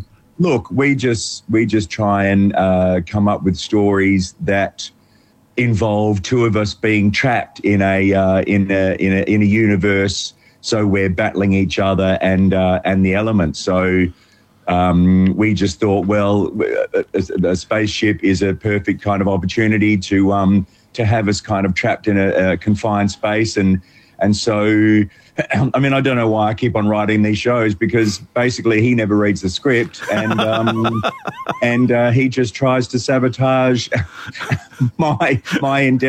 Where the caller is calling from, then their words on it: Melbourne, Victoria, Australia; I'm calling from the Melbourne galaxy.